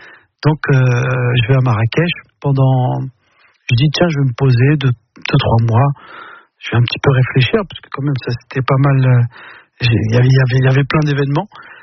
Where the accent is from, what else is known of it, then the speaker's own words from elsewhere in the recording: Mantes-la-Jolie, Île-de-France, France; je viens de Mantes-la-Jolie, d'un milieu ouvrier. On n'avait pas tous les codes